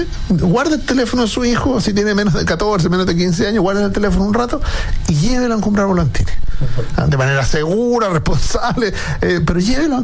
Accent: Chile; por lo tanto, somos todos chilenos.

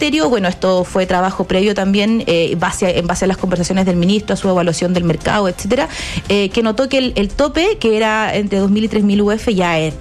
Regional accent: Valparaíso, Chile; soy porteña

